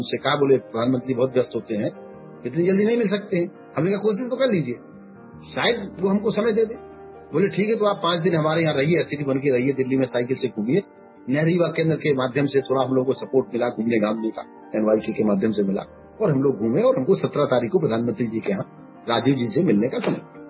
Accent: Banda district, Uttar Pradesh, India; born there; moved away

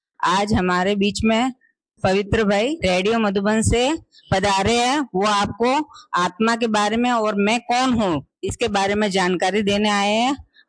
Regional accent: Rohida, Rajasthan, India; मैं भी गांव में पली बड़ी हूँ। मेरा जन्म भी रोहिड़ा गांव में हुआ था जो सिरोही डिस्ट्रिक्ट में है। और मैं, मेरे माता पिता के हम 6 संतान थे, उसमें हम 3 भाई और 3 बहने

